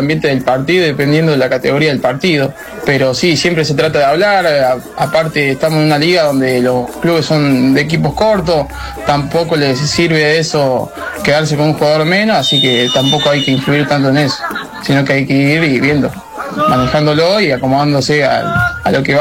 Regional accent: Córdoba, Argentina; Nosotros somos de la Asociación de la Carlota, de Cabrera, y yo soy de la Gulay, especialmente.

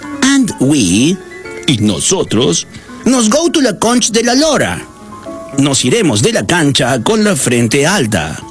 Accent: England, United Kingdom; Spanish is a second language; I am an Englishman. Soy un ciudadano inglés.

